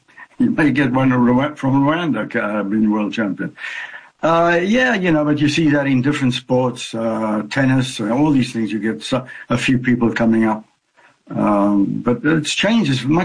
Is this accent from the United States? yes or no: no; South Africa; I grew up in South Africa, and yeah. South Africa was racing right all the time. I mean, in our little hometown.